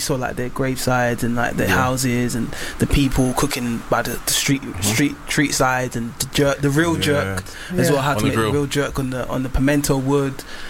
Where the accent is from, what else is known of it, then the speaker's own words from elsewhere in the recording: United Kingdom; born there; as British born boys and with that Jamaican heritage and Caribbean heritage